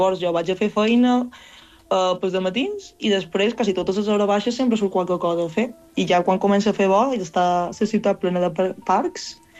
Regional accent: Palma, Balearic Islands, Spain; Jo sóc de Palma, de Rafal.

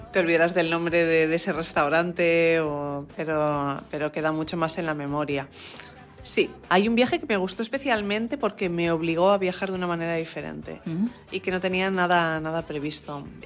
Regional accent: Germany; moved away; yo soy alemana

